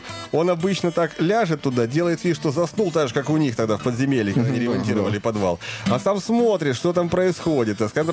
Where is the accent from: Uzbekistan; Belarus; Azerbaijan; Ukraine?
Ukraine; Bohodukhiv, Kharkiv Oblast; accent: rural Bohodukhiv; now in Moscow, Russia; я не могу избавиться от своего колхозного богодуховского выговора.